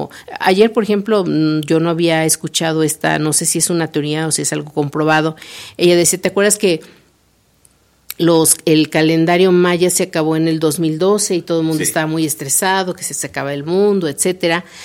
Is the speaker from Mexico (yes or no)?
yes; Mexico